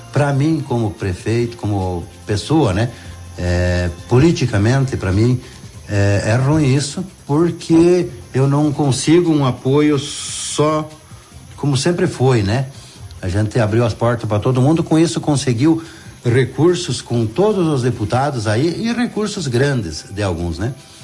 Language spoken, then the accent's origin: Portuguese; Machado, Minas Gerais, Brazil; Que eu vim do Machado, eu gosto de falar isso, e é verdade, né?